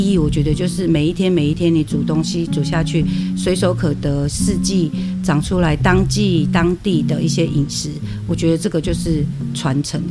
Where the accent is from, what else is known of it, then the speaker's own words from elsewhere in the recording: Taitung County, Taiwan; 我们从我们土生土长，我们吃了我们在地的野菜之后，你才会知道说德拉南土地的香气是怎么样。